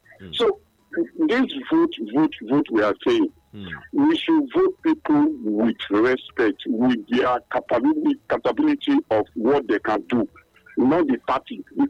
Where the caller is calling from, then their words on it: Edo, Nigeria; I am from Edo State.